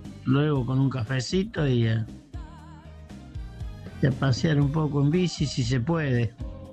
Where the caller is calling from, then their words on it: Villa María, Córdoba, Argentina; Aquí presente, como siempre … de Villa María.